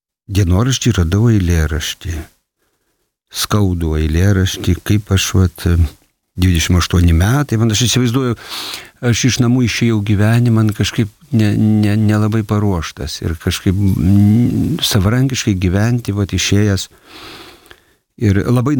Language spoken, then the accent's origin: Lithuanian; Aukštaitija, Lithuania; nes pats esu Aukštaitis iki kaulų smegenų